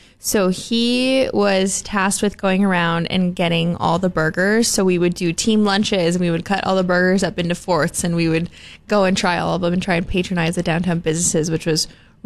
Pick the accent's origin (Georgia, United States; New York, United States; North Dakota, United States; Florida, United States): North Dakota, United States; Hope; I'm from Hope, North Dakota.